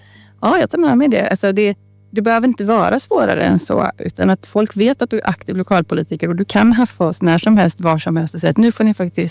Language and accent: Swedish; Trollhättan, Västra Götaland County, Sweden; När jag växte upp i Trollhättan så skrev man i TTELA på ett helt annat sätt om lokalpolitiken.